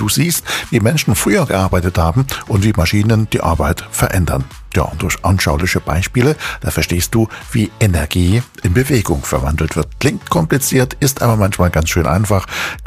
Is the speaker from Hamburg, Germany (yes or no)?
no; Chemnitz, Saxony, Germany; Also zwei Tipps wieder mal, diesmal aus meiner Heimatstadt, aus Chemnitz, für die Kids in den Ferien.